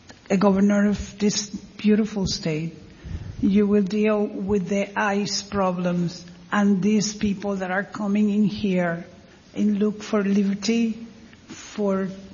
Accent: Puerto Rico; Well, I'm Puerto Rican and I'm very proud of my country and I'm very, very, very happy to be in this beautiful country

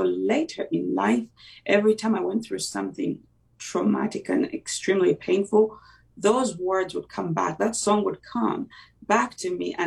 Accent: Uganda; first language Luganda; English is a second language; my native language in Luganda.

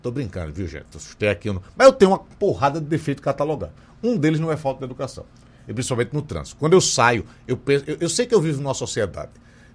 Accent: Maceió, Alagoas, Brazil; Eu sou de Maceió, viu? Nascido e criado aqui

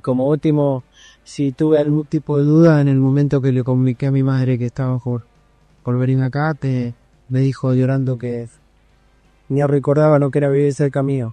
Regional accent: Mendoza, Argentina; el orgullo porque fue como un mendocino, poder desarrollar mi profesión acá y poder jugar al fútbol y competir en la provincia

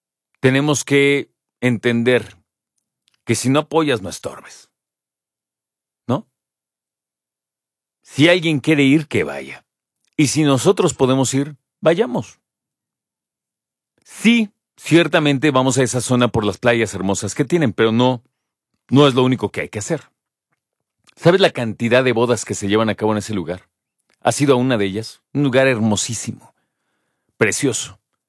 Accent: Mexico; A ver, yo creo que lo difícil de esto es que nosotros somos mexicanos.

